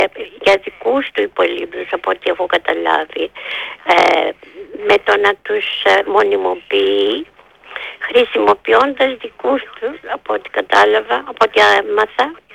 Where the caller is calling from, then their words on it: Thessaloniki, Central Macedonia, Greece; Εδώ στη Θεσσαλονίκη.